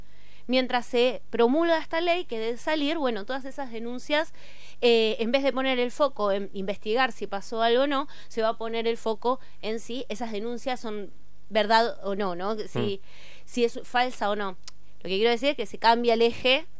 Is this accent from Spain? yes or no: no; Argentina; nuestro país